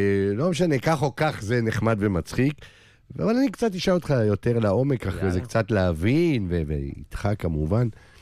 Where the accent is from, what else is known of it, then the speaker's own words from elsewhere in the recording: Jerusalem, Jerusalem District, Israel; ירושלמי ואפילו מאותה שכונת ילדות.